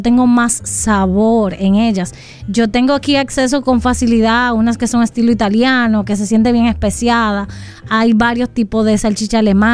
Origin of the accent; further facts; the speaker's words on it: Dominican Republic; nosotros como dominicanos